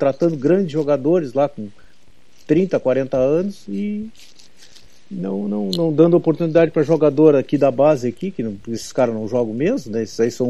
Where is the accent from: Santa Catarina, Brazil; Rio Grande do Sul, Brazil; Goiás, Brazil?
Rio Grande do Sul, Brazil; Pelotas; born there; Da minha cidade, né? Do meu time, de onde eu nasci, né, cara?